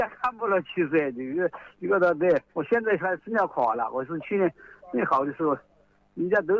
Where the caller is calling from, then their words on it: Tianmen, Hubei, China; 我是天门张岗，高明村。